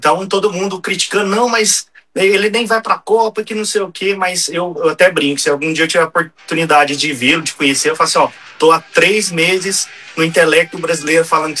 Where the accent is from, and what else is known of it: Brazil